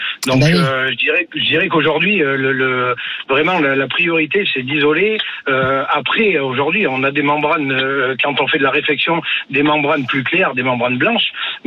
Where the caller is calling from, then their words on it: Auvergne-Rhône-Alpes, France; chez nous, dans la Drôme